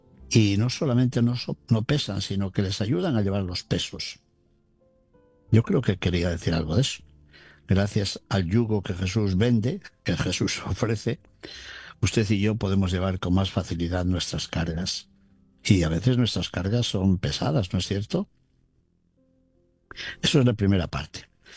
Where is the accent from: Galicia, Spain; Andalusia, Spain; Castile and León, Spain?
Castile and León, Spain; León; Esto lo he visto en mi tierra, en el camino que conduce de la ciudad de León al seminario menor.